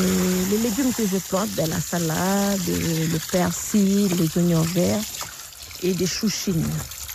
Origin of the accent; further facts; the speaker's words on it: Kouaoua, North Province, New Caledonia; je suis originaire de la commune de Kouawa.